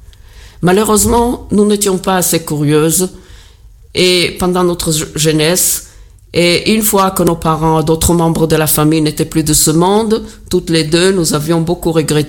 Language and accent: French; Israel; moved away as an adult; now in Marseille, France; Je suis née en Israël en 1949, des parents qui sont arrivés tout juste de la Roumanie.